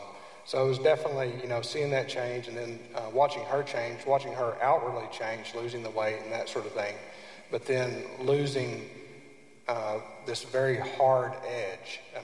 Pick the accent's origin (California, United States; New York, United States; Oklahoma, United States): Oklahoma, United States